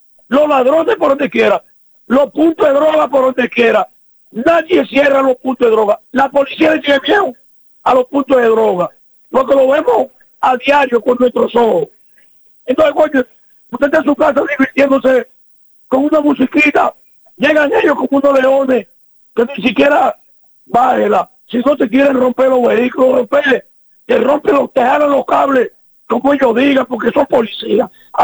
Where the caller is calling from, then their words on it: Dominican Republic; nosotros somos dominicanos